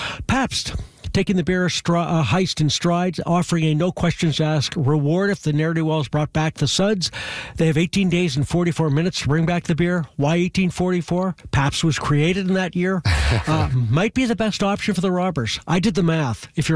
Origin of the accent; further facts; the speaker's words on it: Halifax, Nova Scotia, Canada; Yeah, but I grew up in Halifax, so you didn't.